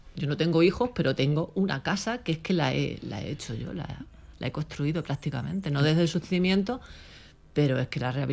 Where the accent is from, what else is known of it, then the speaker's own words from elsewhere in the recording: Cáceres, Extremadura, Spain; born there; moved away as an adult; now in Ruanes, Spain; Y Cáceres, porque es mi ciudad natal